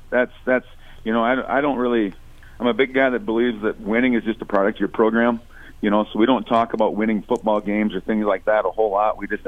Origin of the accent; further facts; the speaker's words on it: Garretson, South Dakota, United States; moved away as an adult; also born or lived in Pipestone, Minnesota; I'm originally from Garrettson.